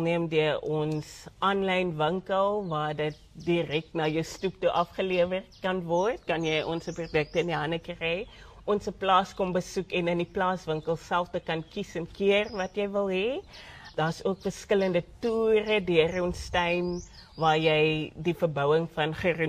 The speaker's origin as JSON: {"language": "Afrikaans", "town": "Stellenbosch", "region": "Western Cape", "country": "South Africa", "tie": "born or raised there", "said": "ek het groot geword in Stellenbosch area en dis boerdery om ons."}